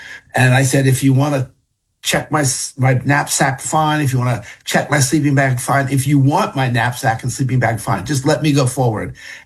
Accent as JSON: {"language": "English", "town": "Philadelphia", "region": "Pennsylvania", "country": "United States", "tie": "born or raised there", "said": "I'm an 18-year-old kid. I grew up in Philadelphia, just a couple months on the road"}